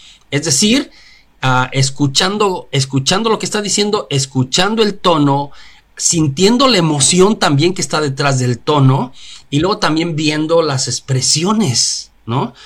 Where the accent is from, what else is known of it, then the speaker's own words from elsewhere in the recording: Mexico; now in United States; En México, cuando yo iba creciendo como niño